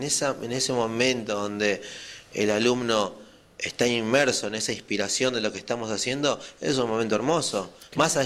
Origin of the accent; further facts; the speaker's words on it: Buenos Aires, Argentina; born there; Yo nací acá en Buenos Aires.